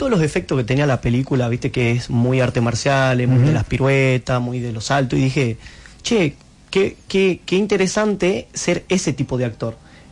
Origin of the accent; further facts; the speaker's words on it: Salta, Argentina; yo soy de Salta Capital.